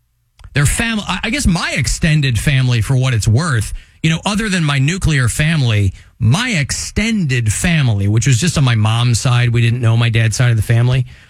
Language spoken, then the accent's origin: English; Illinois, United States; moved away; also born or lived in Pennsylvania; When I was growing up in Illinois